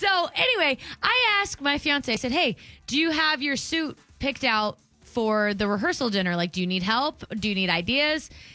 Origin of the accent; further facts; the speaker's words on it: Texas, United States; I'm obviously from Texas and I love Western culture.